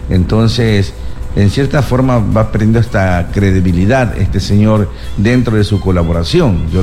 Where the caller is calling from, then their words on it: Ecuador; como ciudadano, como ecuatoriano